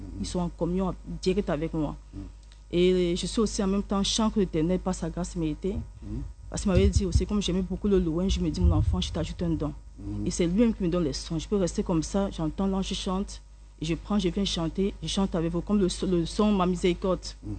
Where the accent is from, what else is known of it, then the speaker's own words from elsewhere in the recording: Cameroon; now in Belgium; je suis camerounaise.